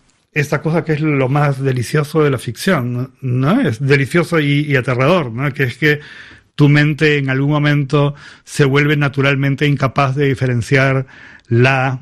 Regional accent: Peru; moved away as an adult; now in Maine, United States; Que era la historia del Perú y toda la historia de nuestra vida hasta ese momento.

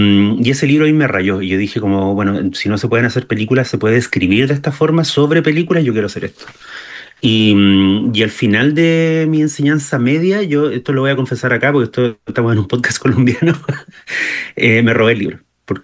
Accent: Temuco, Araucanía, Chile; now in Santiago, Chile; cuando yo me mudé de Temuco a Santiago, que es la capital

